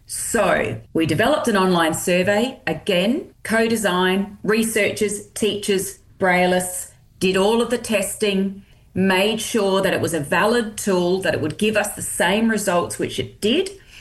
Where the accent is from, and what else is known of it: Adelaide, South Australia, Australia; born or raised there